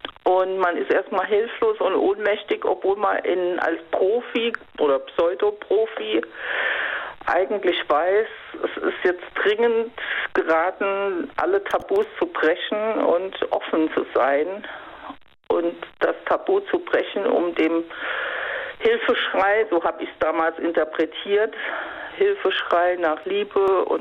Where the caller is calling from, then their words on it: Rhineland-Palatinate, Germany; Ja, RPR Einzugsgebiet Rheinland-Pfalz.